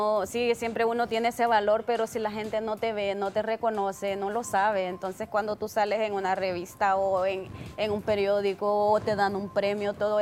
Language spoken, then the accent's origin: Spanish; El Salvador; now in Spain; No, soy del Salvador, por supuesto.